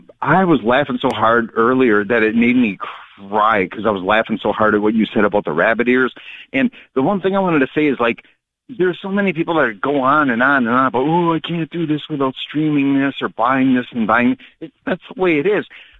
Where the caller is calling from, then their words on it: Hartford, Wisconsin, United States; I live in beautiful Hartford, Wisconsin, in a six-unit building